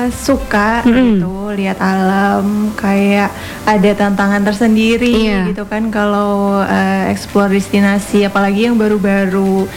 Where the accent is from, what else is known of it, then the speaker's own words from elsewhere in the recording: Probolinggo, East Java, Indonesia; moved away as an adult; saya kan besar di Probolinggo.